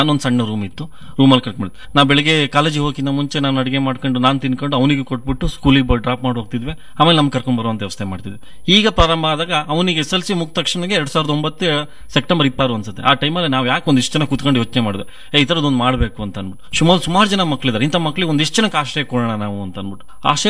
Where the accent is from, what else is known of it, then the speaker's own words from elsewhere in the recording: Kargal, Karnataka, India; born there; also born or lived in Gersoppa / Sagar / Davanagere / Bengaluru; ಆಮೇಲೆ 9th-10th ಕಾರ್ಗಲ್ ಅನ್ನೋ ಸ್ಥಳದ ಜೋಗ ಕಾರ್ಗಲಲ್ಲಿ ಮಾಡಿದ್ವಿ. ಆಮೇಲೆ P U C first year ಮತ್ತು ಸೆಕೆಂಡ್ ಇಯರ್ನ ಜೋಗದಲ್ಲಿ ಆರ್ಟ್ಸ್ ಸಬ್ಜೆಕ್ಟ್ ತಗೊಂಡ್ಬಿಟ್ಟು ನಾನು ಜೋಗದಲ್ಲಿ ಓದ್ದೆ.